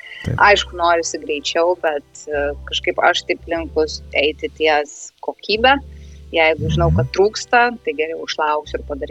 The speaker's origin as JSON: {"language": "Lithuanian", "town": "Vilnius", "region": "Vilnius County", "country": "Lithuania", "tie": "born or raised there", "moved": "yes", "said": "aš pati iš Vilniaus esu gimus, Joniškėse"}